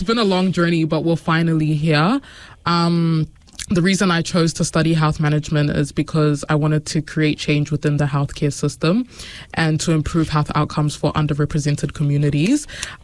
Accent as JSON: {"language": "English", "country": "New Zealand", "tie": "born or raised there", "also_born_or_lived": "South Sudan / Syria", "said": "I'm 21 years old, originally from South Sudan. However, I was born in the Middle East in Syria. I came to New Zealand when I was like 11 months. So I've been here for like 20 years now."}